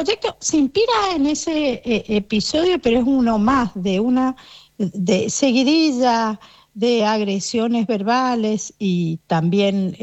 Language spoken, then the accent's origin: Spanish; Mendoza, Argentina; Yo soy oriunda de Mendoza, he sido legisladora